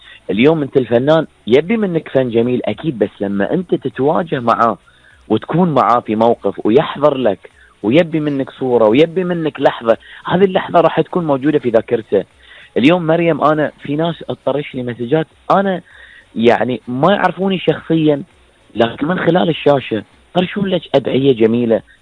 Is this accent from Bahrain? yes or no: yes; Bahrain; المسرح جزء من ثقافتنا احنا حتى كبحرينيين.